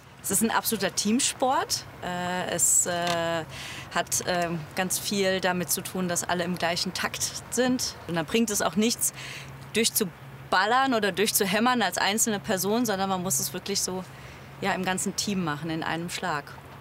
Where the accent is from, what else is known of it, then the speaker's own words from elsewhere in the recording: Germany; now in Mainz, Germany; Ich bin eigentlich direkt am Rhein aufgewachsen.